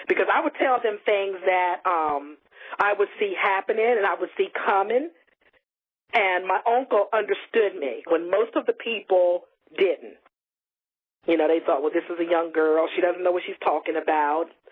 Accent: Ridgely, Maryland, United States; Well, I am originally from Ridgely, Maryland, and it's a small country town, and my grandmother was a gifted musician.

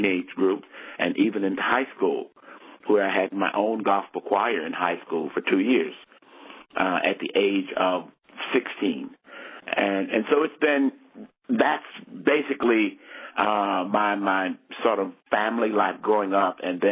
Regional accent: Bridgeport, Connecticut, United States; also born or lived in Florence, South Carolina; I was born just outside of Florence, South Carolina. And what we jokingly refer to as barefoot country on the farm. But at the age of 13, my family sort of migrated to Bridgeport, Connecticut. So I spent my formative years in high school growing up in Bridgeport, Connecticut.

